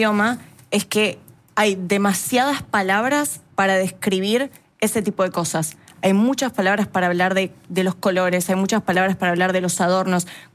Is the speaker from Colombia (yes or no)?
no; Argentina; hola muchachos, soy argentina